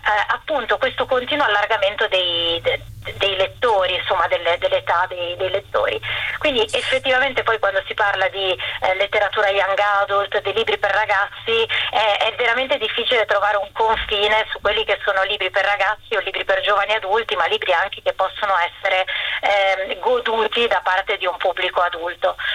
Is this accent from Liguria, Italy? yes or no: yes; Genoa, Liguria, Italy; Io sono di Genova